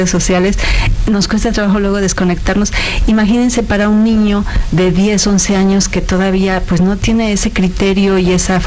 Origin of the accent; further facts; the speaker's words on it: Mexico; en nuestra cultura mexicana